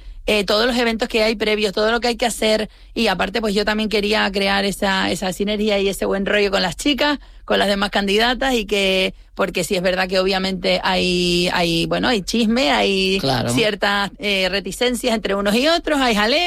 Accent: Santa Cruz de Tenerife, Canary Islands, Spain; yo misma, como canaria, tinerfeña y de Ofra

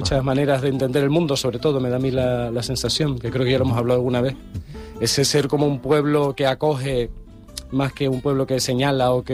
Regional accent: Canary Islands, Spain; Al estar más orgullosas de Canarias en general, estamos más orgullosas de nuestra lengua también, ¿no? De nuestra, y que se nos perciba, sobre todo como canarias

